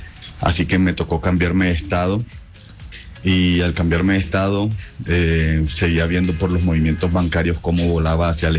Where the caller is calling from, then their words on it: Medellín, Antioquia, Colombia; Entonces decidí regresarme nuevamente para acá, para Colombia. Y ahora acá en Medellín